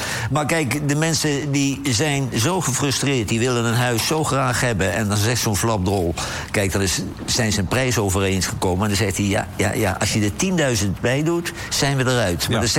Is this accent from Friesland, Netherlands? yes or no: no; Heteren, Gelderland, Netherlands; ik kom uit die regio, want ik kom uit Heteren. Dat ligt er niet zo ver vandaan.